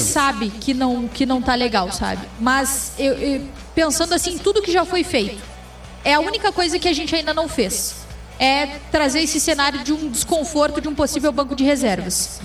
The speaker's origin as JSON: {"language": "Portuguese", "country": "Brazil", "said": "Somos brasileiros"}